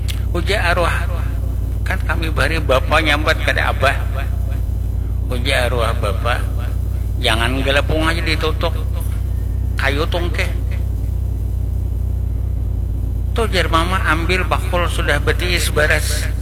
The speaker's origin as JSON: {"language": "Indonesian", "area": "Banjar", "region": "South Kalimantan", "country": "Indonesia", "said": "Bahasa kita orang Banjar"}